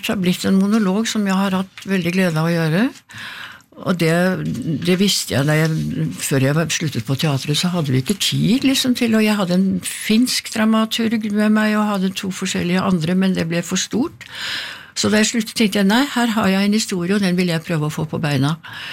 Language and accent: Norwegian; Oslo, Norway; born or raised there